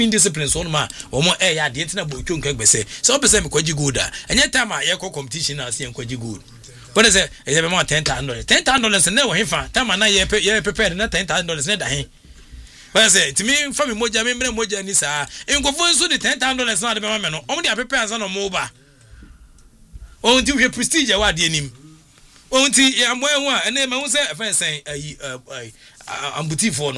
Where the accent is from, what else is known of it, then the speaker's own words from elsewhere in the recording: Ukraine; English is a second language; Well, I'm from Ukraine, Hanum.